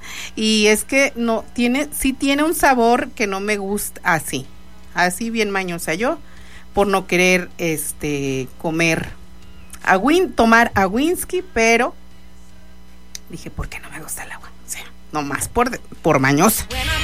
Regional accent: Mexico; así somos los mexicanos, bien mañosos.

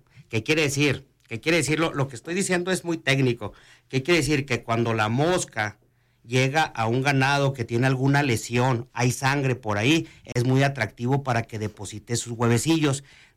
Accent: Chihuahua, Mexico; No somos chihuahuenses de segunda ni de tercera, somos chihuahuenses de primera.

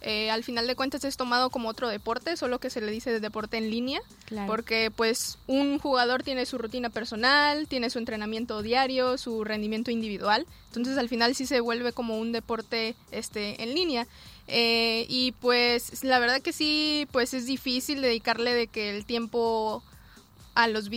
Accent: Colima, Mexico; born there; also born or lived in Argentina; actualmente tengo 21 años, yo nací aquí en Colima, orgullosa colimense.

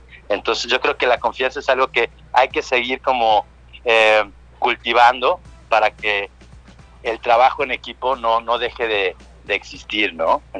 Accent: Acapulco, Guerrero, Mexico; moved away; de donde soy, de Acapulco, con los acapulqueños

